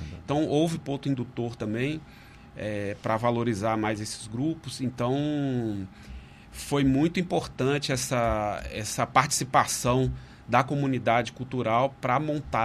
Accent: Minas Gerais, Brazil; now in Maceió, Brazil; eu não sou daqui de Maceió. Tem 3 anos que eu moro aqui.

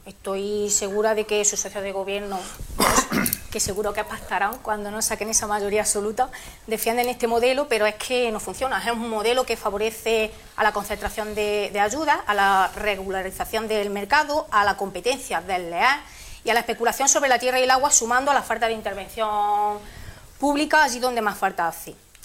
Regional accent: Andalusia, Spain; en Andalucía no emigramos fuera, como ahora mismo tenemos más de 2.000 jornaleros y jornaleras de mi pueblo, en Navarra, en Francia

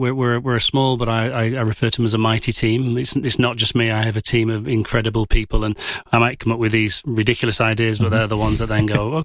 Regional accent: England, United Kingdom; And as an Englishman, not that successful.

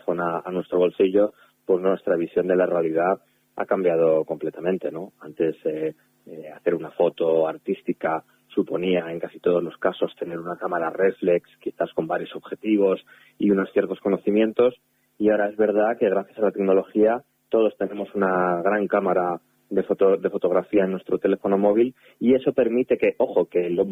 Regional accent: Santander, Cantabria, Spain; now in Madrid, Spain; yo soy cántabro, a pesar de que vivo en Madrid y organizo el certamen a nivel nacional. Bueno, yo soy cántabro, soy de Santander

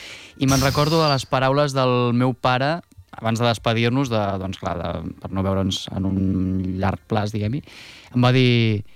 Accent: Montblanc, Catalonia, Spain; al lloc on estava més còmode, que en el meu cas doncs, era Montblanc, no? El meu poble de la meva vida, es pot dir.

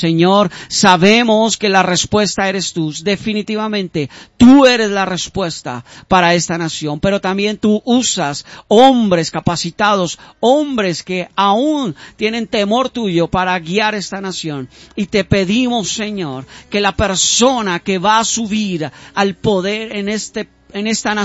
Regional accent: Colombia

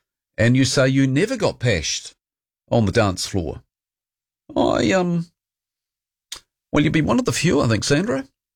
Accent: Dunedin, Otago, New Zealand; I grew up in Dunedin

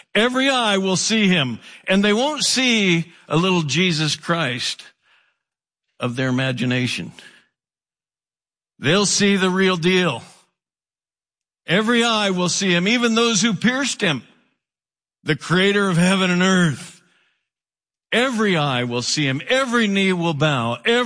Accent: Oregon, United States; I grew up in Oregon. And I'm getting old.

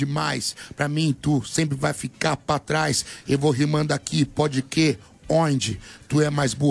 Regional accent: Gravataí, Rio Grande do Sul, Brazil; eu sou de Gravataí

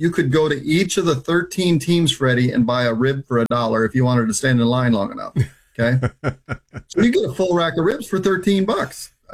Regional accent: Indiana, United States; also born or lived in Belle Plaine, Minnesota / Nashville, Tennessee; I told you that I spent my high school years in Indiana. But before that, I was born in Minnesota

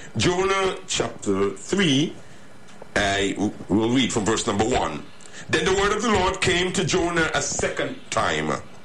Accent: Barbuda, Antigua & Barbuda; I'm from Barbuda via Earlings Village.

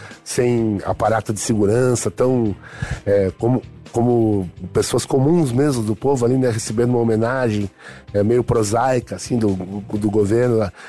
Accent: Paraná, Brazil; accent: paranaense; Eu acho que é legal da exposição que tem um sotaque, é uma coisa, um recorte muito paranaense. Tem um sotaque muito nosso, assim, a gente se reconhece muito ali nos usos, costumes, no jeito de fazer.

